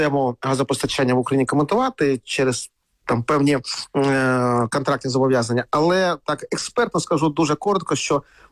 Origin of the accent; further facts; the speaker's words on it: Kharkiv, Kharkiv Oblast, Ukraine; Якщо говорити про мій рідний Харків